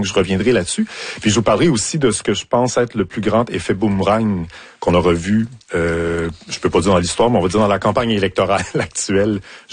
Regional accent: Quebec City, Quebec, Canada; Des crocs, mais je viens de Québec, donc je sais pas si ça

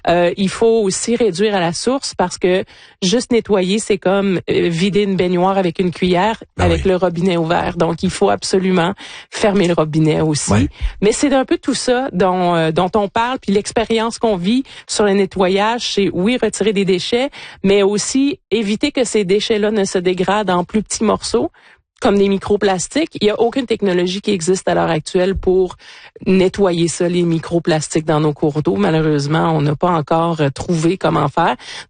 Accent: Rimouski, Quebec, Canada; nous à Rimouski, moi je viens de Rimouski

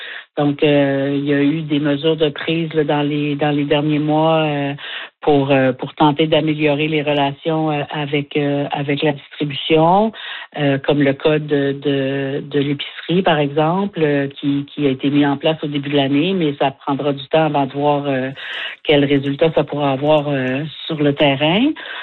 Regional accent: Quebec, Canada; Moi, je viens du Québec.

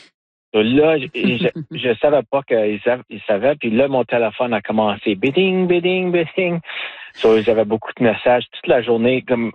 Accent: Timmins, Ontario, Canada; parce que je viens de Timmins.

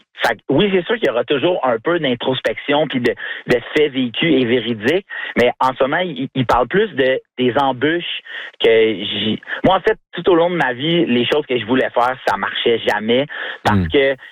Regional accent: Laval, Quebec, Canada; Je viens de Laval, puis je nous connais.

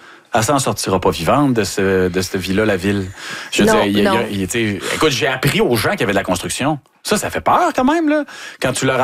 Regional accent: La Baie, Quebec, Canada; Effectivement, je viens de Ville de la baie.

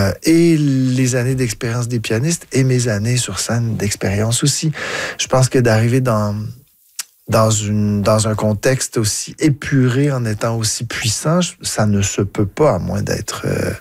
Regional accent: Ottawa, Ontario, Canada; J'ai grandi à Ottawa

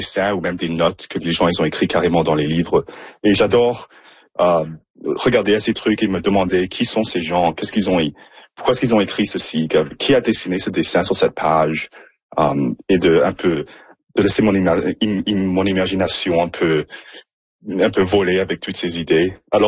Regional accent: Nipawin, Saskatchewan, Canada; Je suis originaire de Nipawin. Je suis même à Nipawin, tout de suite là, chez mes parents.

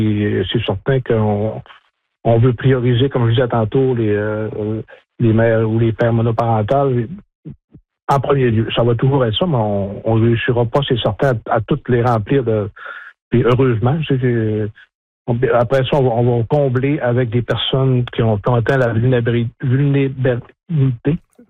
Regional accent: Hébertville, Quebec, Canada; je viens d'Héberville.

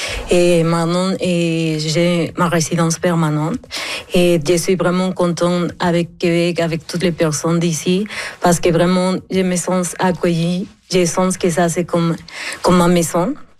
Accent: Mexico; moved away as an adult; now in Sept-Îles, Canada; je suis originaire du Mexique.

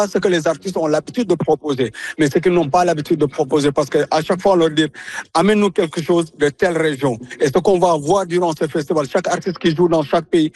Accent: Senegal; now in Toronto, Canada; moi en tant que Sénégalais, c'est un plaisir de retrouver les Sénégalais qui ne sont pas nombreux à Toronto déjà

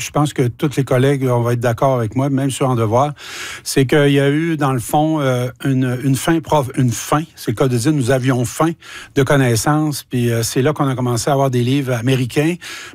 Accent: Sacré-Cœur, Quebec, Canada; Il y a 45 ans, on parle de 1981, j'habitais la Côte-Nord. Je suis originaire de la Côte-Nord

